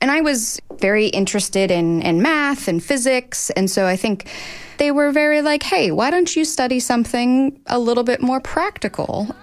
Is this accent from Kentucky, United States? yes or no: no; Gibsonia, Pennsylvania, United States; I grew up in the North Hills in Gibsonia